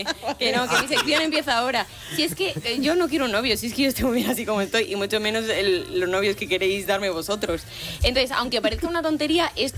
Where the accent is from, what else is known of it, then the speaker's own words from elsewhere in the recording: Salamanca, Castile and León, Spain; Y sí, soy salmantina.